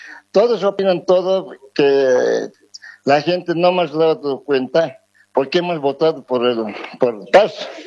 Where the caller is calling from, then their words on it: Cochabamba, Bolivia; de Cochabamba